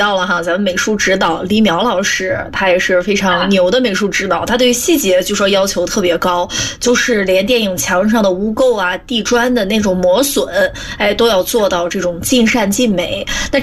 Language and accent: Chinese; Qingdao, Shandong, China; 因为我也是青岛人